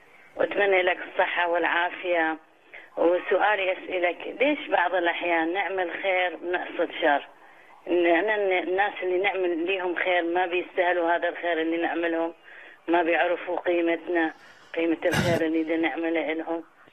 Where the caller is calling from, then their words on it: Canada; انا من كندا.